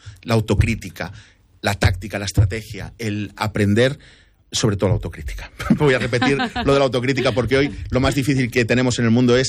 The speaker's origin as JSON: {"language": "Spanish", "town": "Barcelona", "region": "Catalonia", "country": "Spain", "tie": "born or raised there", "said": "Yo nací en Barcelona y en Barcelona solo podía jugar contra mi abuelo o mi padre y muy de vez en cuando."}